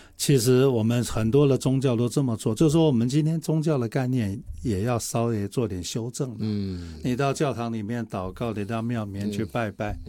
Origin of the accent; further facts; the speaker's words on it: Taiwan; 我们台湾人